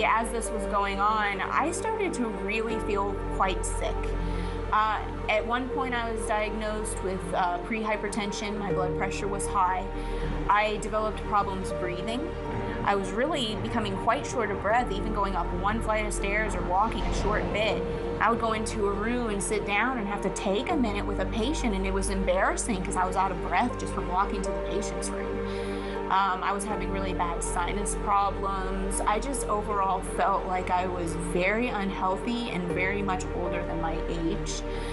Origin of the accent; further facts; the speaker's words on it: St. Petersburg, Florida, United States; I grew up in St. Petersburg, Florida. My family's very close-knit.